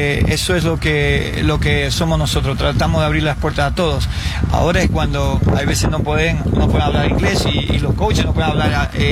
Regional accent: Santa Cruz de la Sierra, Santa Cruz, Bolivia; moved away; Yo soy de Santa Cruz, Bolivia.

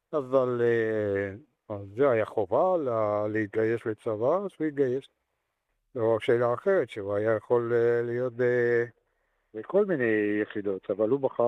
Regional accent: Armenia; Hebrew is a second language; moved away as an adult; now in Israel; קרוב לי בתור ארמני, אני ארמני. אני גדלתי במוזיקה ארמנית

